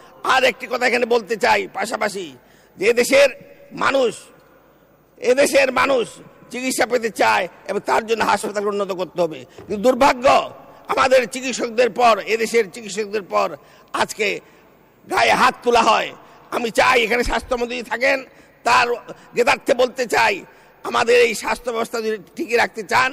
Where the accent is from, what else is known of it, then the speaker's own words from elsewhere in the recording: North Bengal, Bangladesh; আমার বাড়িও যদিও দক্ষিণবঙ্গে না উত্তরবঙ্গে, আমরা উত্তরবঙ্গের লোক